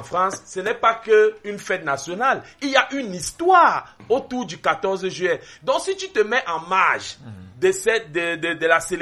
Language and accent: French; Cameroon